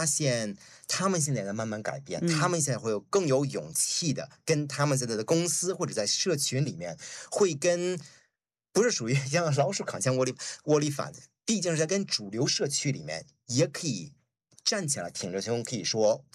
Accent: New Zealand; 尤其是像我们90年代的移民，所以这一点是不可能否认的。但是同时我们这个年代因为在这里长大

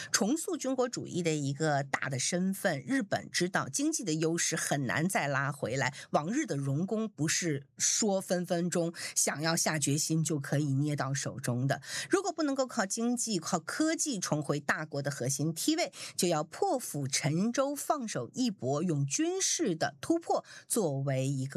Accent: Tianjin, China; 跟我们天津话叫做话话巴巴

